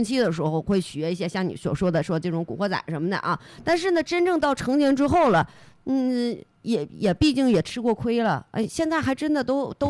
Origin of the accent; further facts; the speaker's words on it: Northeast China, China; 即使说咱们东北人豪爽，东北人啊脾气不好，脾气暴，脾气急呀